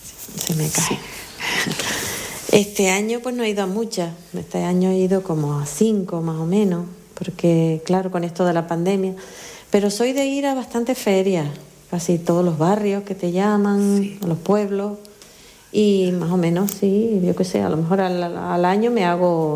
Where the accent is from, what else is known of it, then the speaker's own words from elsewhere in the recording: Icod de los Vinos, Canary Islands, Spain; Ayuntamiento de Hico de los Vinos, de donde soy yo